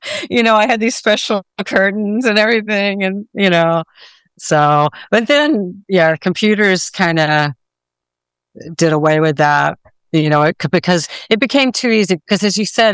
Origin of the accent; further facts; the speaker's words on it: Texas, United States; My family, I'm from Texas, and my family had a farm in Central Texas.